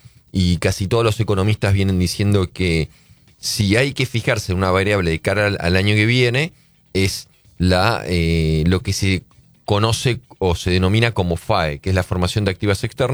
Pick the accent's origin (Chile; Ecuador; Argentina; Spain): Argentina; nos pasa a los argentinos?